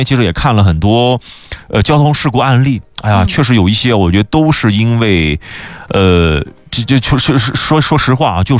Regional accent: Xinjiang, China; 尤其我们新疆地大物博，大家开车会发现一路。我们新疆话叫一路脑下去

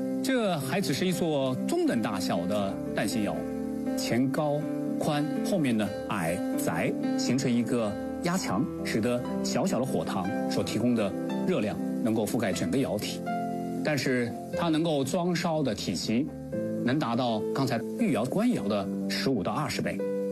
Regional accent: Jingdezhen, Jiangxi, China; 又回到了小时候熟悉的沧江边上。我小时候住在我奶奶家

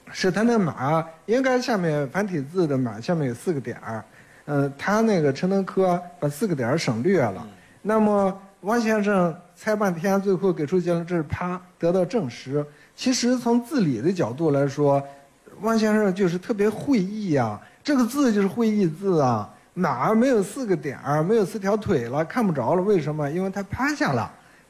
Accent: Beijing, China

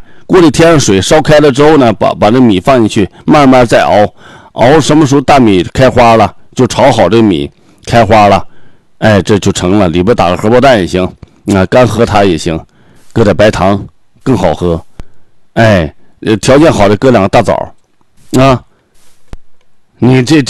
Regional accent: Northeast China, China; 为什么我们东北人发明了酸菜呢？

